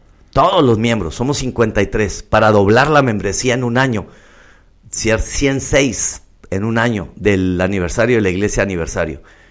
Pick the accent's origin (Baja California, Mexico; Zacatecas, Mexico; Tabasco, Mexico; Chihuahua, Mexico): Chihuahua, Mexico; also born or lived in United States; yo vengo de Estados Unidos, soy mexicano, soy de aquí de Chihuahua.